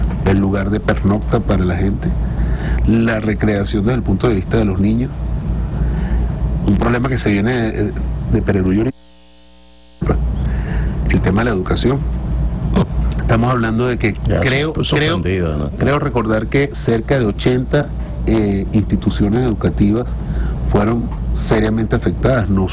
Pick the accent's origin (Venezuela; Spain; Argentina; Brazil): Venezuela; Esta es una oportunidad para sentarse como venezolanos a replantearnos en La Guaira